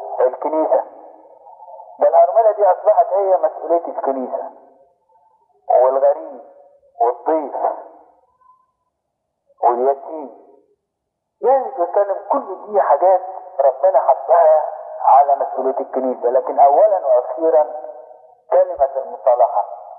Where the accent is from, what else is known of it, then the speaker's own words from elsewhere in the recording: Egypt; انما التاريخ عندنا في مصر هنا يقول